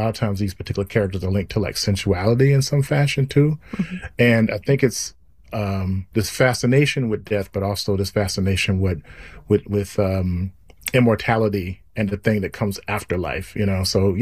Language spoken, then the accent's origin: English; Mississippi, United States; you know, I'm from Mississippi, and I grew up with the blues